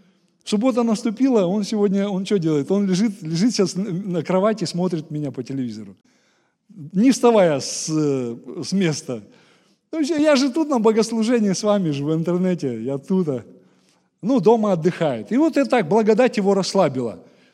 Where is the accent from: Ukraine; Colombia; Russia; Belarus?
Russia; Moscow; accent: Moscow; Откуда? Я из Москвы. Говор этот московский был.